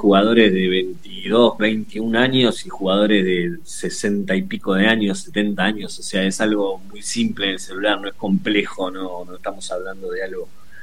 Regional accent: Argentina; Me gustan más los vinos chilenos que los vinos argentinos. Siendo argentino.

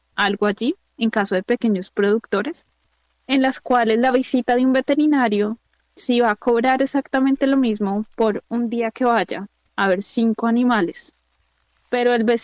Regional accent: Colombia; como colombianos a veces nos cuesta mirar esta parte

